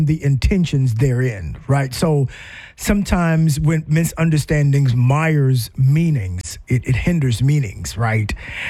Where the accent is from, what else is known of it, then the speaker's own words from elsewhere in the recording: the South, United States; I grew up in the South.